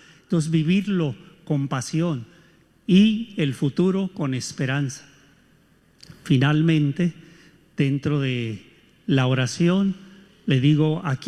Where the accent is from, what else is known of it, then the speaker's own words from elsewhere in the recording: Mexico; ya como mexicano.